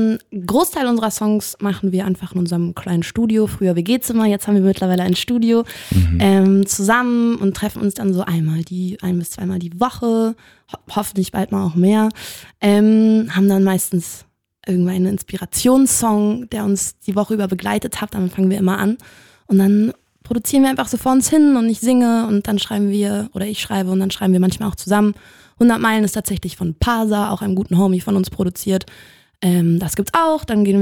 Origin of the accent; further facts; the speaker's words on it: Berlin, Germany; wir kommen beide aus Berlin.